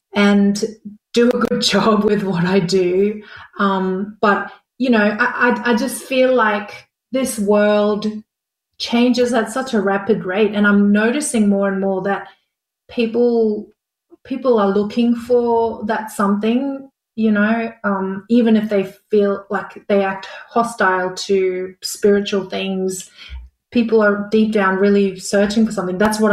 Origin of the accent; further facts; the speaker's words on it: Brisbane, Queensland, Australia; Yeah, so I grew up in Brisbane going to a Korean church